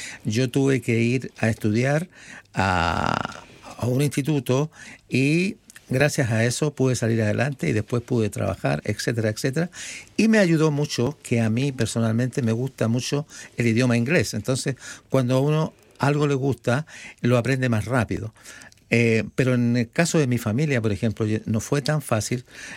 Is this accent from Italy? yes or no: no; Santiago, Santiago Metropolitan Region, Chile; now in Melbourne, Australia; No, yo vengo de Santiago. Soy santiaguino neto.